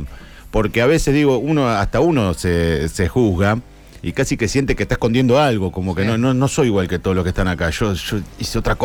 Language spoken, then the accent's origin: Spanish; Gálvez, Santa Fe, Argentina; En Gálvez hay una asociación, Gálvez no Villa Gobernador Gálvez, sino de donde soy yo.